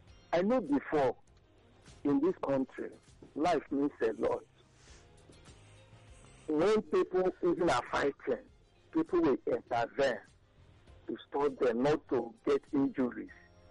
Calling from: Nigeria; I'm calling from Eba.

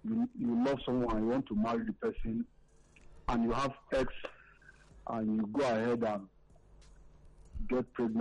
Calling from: Ikeja, Lagos, Nigeria; I'm calling from Ikeja.

